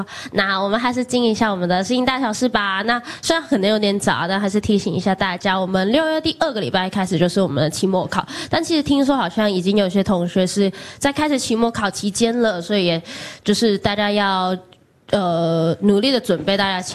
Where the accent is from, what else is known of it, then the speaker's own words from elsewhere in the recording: Hong Kong; 对，我是香港人。